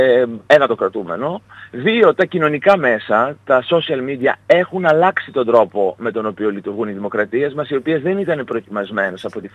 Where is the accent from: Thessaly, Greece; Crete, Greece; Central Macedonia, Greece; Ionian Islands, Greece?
Central Macedonia, Greece; Thessaloniki; εγώ ως Θεσσαλονικιός ξέρω, το παίρνω και προσωπικά κάπου και προσβάλλομαι όταν μου λένε «Α, η Θεσσαλονίκη είναι πίσω από τον κόσμο»